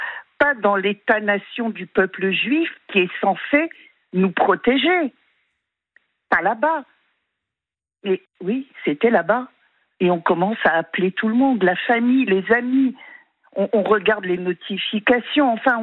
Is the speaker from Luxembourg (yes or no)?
no; France; Moi, je vis en France depuis toujours, je suis française